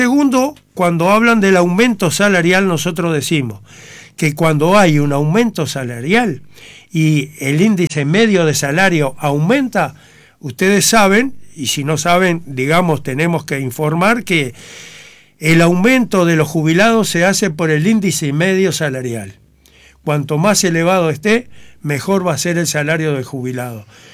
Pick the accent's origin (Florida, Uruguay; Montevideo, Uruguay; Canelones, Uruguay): Canelones, Uruguay; yo soy de Canelones